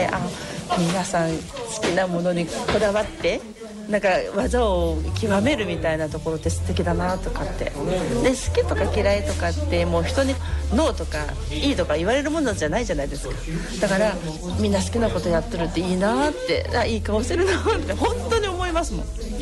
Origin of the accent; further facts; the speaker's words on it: Toyokawa, Aichi, Japan; now in Nishio, Japan; もともと豊川で結婚して今西尾。